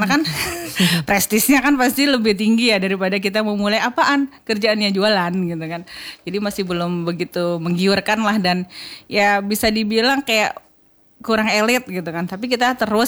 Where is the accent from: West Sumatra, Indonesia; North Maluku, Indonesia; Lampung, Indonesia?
Lampung, Indonesia; Saya dari Lampung gitu kan, saya dibawa suami ke sini jadi tinggal sini